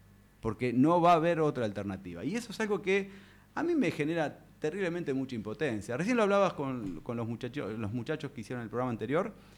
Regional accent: Argentina; Somos el pueblo argentino

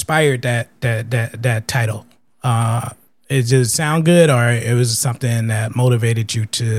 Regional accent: San Francisco, California, United States; I was born and raised in Fillmore. I was in Mount Zion Hospital. You know what I mean? I lived in Fillmore for 28 years of my life, man.

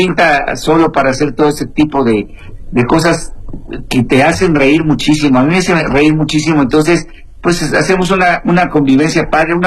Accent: Veracruz, Mexico; mañana en el Foro Boca en Veracruz, mi tierra

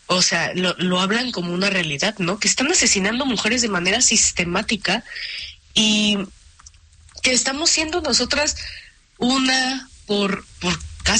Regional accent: Mexico

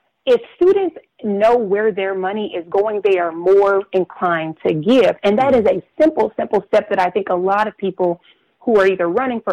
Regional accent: Arkansas, United States; So my twin sister and I, we are from Arkansas

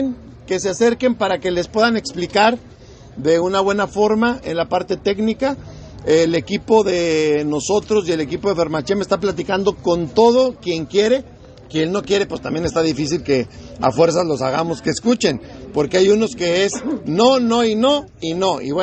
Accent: Durango, Mexico; yo aquí vivo. O sea, yo soy de Durango, no me pienso ir a vivir a ningún otro lugar.

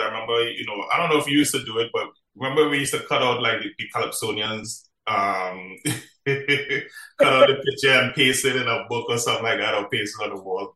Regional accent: Marbella, Andalusia, Spain; But growing up in Marbella, I wasn't really into the music like that. I was just, you know, just a normal kid, just running around playing football.

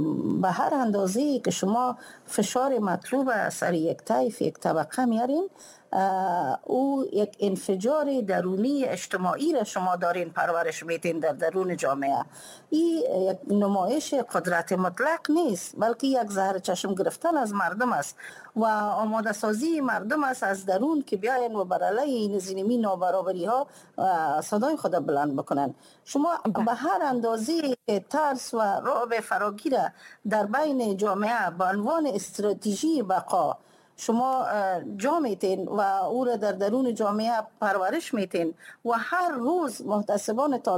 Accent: Afghanistan; moved away; ما که در بیرون از افغانستان هستم

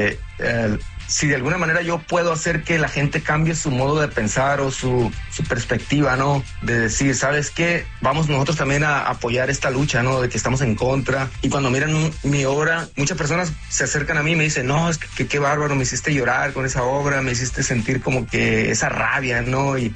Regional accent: Mexico; Nosotros como mexicanos, ¿no? En especial la gente que viene como inmigrante.

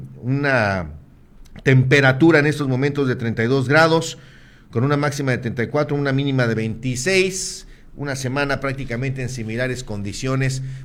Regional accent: Mexico; es un mes en el que todos los mexicanos, pues nos sentimos eso, lo que somos, muy mexicanos.

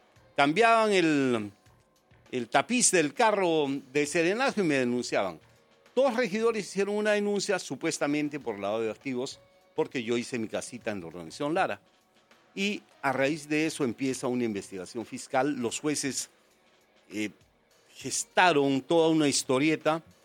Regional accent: Arequipa, Peru; En Arequipa, en mi pueblo, que es el Valle de Sihuahua.

